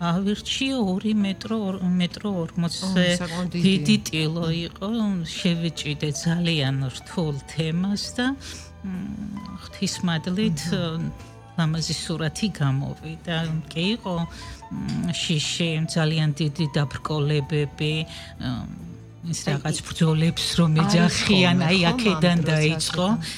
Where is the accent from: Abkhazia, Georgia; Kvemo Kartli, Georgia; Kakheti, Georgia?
Kakheti, Georgia; Vejini; born there; დავიბადე გურჯაანის რაიონში, სოფელ ვეჯინში, ბავშვიან ოჯახში.